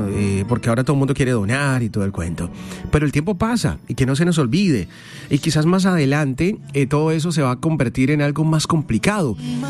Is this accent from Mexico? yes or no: no; Colombia; porque somos colombianos y así como vivimos de pronto algún momento aquí en Montería, aquí en toda Córdoba